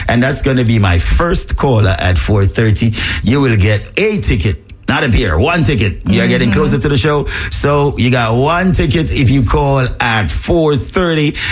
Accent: Knox, Trelawny Parish, Jamaica; also born or lived in Kingston; I was born in Kingston still, but grew up in Trelawney, you know, Knox, you know.

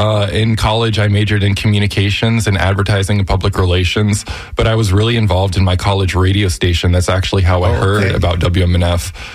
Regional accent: Florida, United States; growing up in Florida

